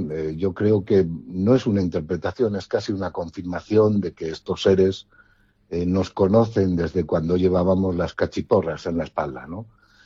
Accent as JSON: {"language": "Spanish", "country": "Spain", "tie": "born or raised there", "also_born_or_lived": "Cuenca"}